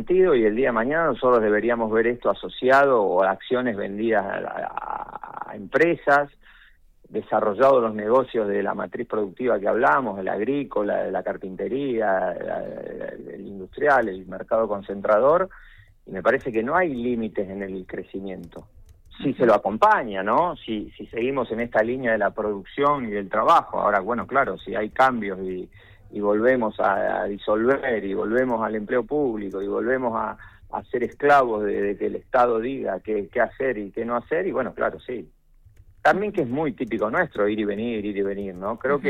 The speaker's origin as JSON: {"language": "Spanish", "country": "Argentina", "said": "Porque nosotros como argentinos somos bastante olvidadizos de algunas cosas."}